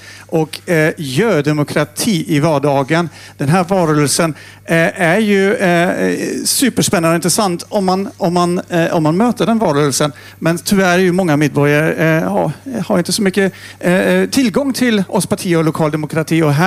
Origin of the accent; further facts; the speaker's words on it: Germany; Swedish is a second language; now in Sweden; Vi utlänningar, jag är själv från Tyskland